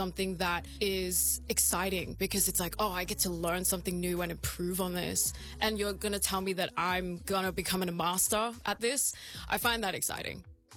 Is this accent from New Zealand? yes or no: no; Melbourne, Victoria, Australia; because I'm from here, you know, like I'm from Melbourne. I grew up Northside.